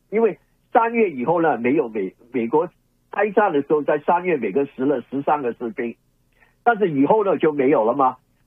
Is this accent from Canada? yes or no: yes; Canada; 我们加拿大人